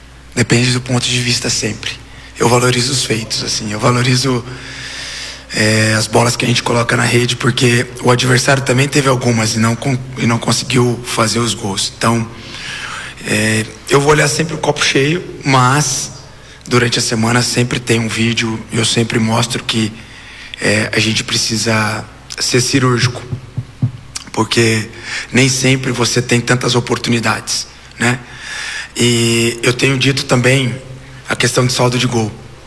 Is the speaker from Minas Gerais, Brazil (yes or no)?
no; Campinas, São Paulo, Brazil; moved away; Eu sou de Campinas